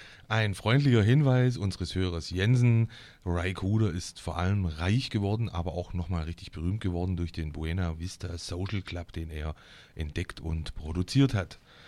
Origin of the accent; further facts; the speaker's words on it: Eisenach, Thuringia, Germany; Ich bin aus Eisenach und verantwortlich für diese Sendung.